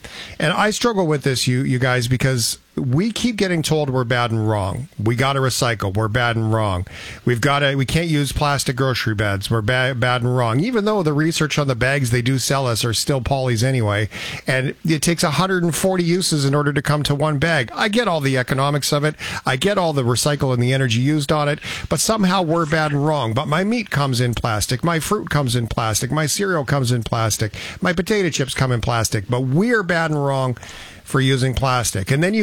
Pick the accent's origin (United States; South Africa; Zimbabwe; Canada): Canada; I'm really kind of sick as a Canadian being told I'm bad and wrong.